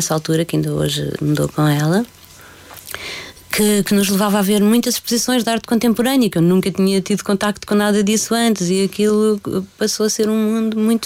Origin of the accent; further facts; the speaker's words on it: Lisbon, Portugal; also born or lived in Rifana; Eu, apesar de ter vivido sempre em Lisboa, tecnicamente não nasci em Lisboa, nasci numa aldeia chamada A Rifana